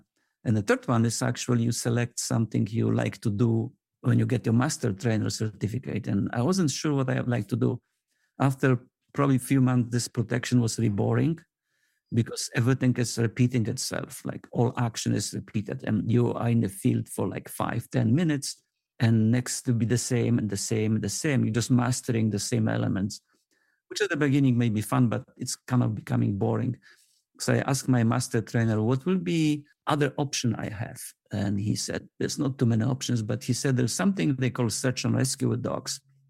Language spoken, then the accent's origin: English; Poland; English is a second language; Yeah. I'm originally from Poland.